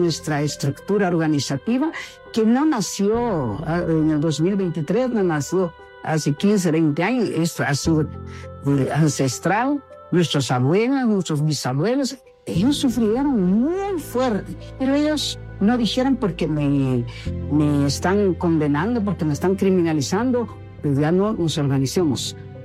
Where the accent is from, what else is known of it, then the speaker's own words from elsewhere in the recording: Santa Lucía Utatlán, Sololá, Guatemala; Invito al municipio de Santa Lucía, Tatlán, de donde soy originaria, de donde también estuve prestando mi servicio en el 2022 y 2023